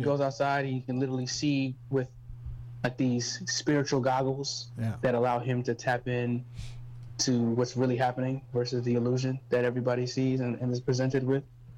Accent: Nigeria; You know, as a Nigerian man too, it's a very odd.

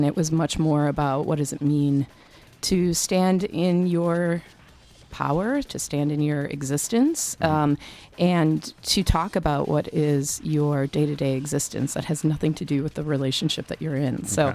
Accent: Milwaukee, Wisconsin, United States; also born or lived in Madison; My whole life has been back and forth between Madison and Milwaukee. My parents met here. I was born in Madison. The day I was born, my dad got word on a job, and so we moved over to Washington Boulevard.

